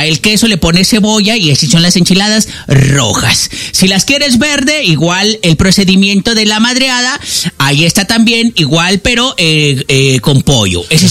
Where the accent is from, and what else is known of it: Santiago Papasquiaro, Durango, Mexico